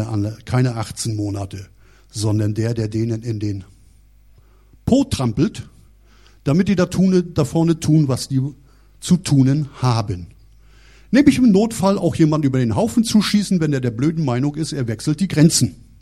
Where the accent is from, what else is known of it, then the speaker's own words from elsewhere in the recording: Northern Germany, Germany; Aufgewachsen und geboren bin ich ganz im Norden, hört man vielleicht an der Stimme. Also ich sage mal, das ist jetzt nicht direkt sächsisch.